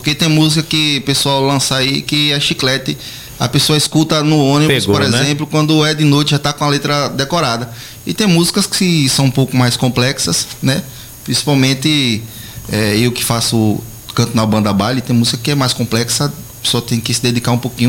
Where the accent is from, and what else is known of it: Penedo, Alagoas, Brazil; born there